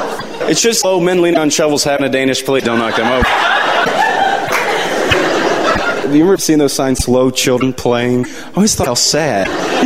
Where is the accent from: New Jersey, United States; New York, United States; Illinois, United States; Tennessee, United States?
Tennessee, United States; Nashville; I'm from Nashville, Tennessee.